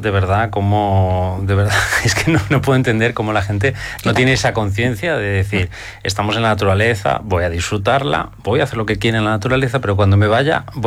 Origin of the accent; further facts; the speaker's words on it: Córdoba, Andalusia, Spain; Y yo soy cordobés, ya sabes que me cuesta el frío, entonces evito la nieve.